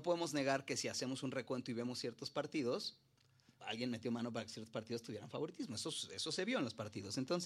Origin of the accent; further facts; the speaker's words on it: Mexico; Como mexicano, yo soy muy, muy realista y muy sincero con mi país. Lo amo mucho